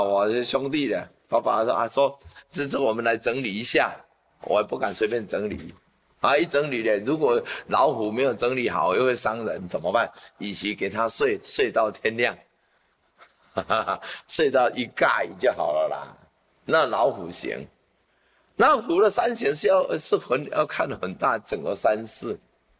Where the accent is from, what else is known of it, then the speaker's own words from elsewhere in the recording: Taiwan; born there; 我家乡呢。我们的唐山过台湾